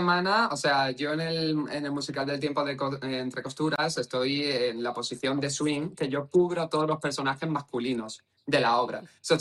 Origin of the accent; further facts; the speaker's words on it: Spain; nosotros, ya no solamente como artistas, sino como españoles en general, es un orgullo que salgan producciones by Spain